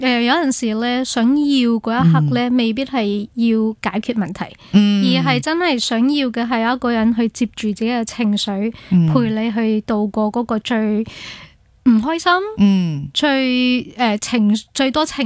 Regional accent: Malaysia; moved away as an adult; now in Hong Kong; 即是来到香港，其实我发现哇很多东西不适应的时候，家人又没得讲啦，因为我自己选择的嘛，跟住又冇乜朋友喺香港，即系马来西亚有朋友嘅，

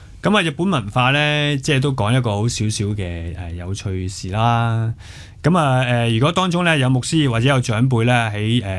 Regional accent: Hong Kong; 我哋香港人

